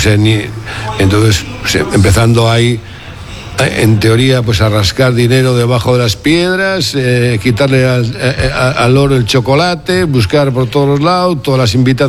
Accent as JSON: {"language": "Spanish", "town": "Bilbao", "region": "Basque Country", "country": "Spain", "said": "lo que somos los bilbaínos"}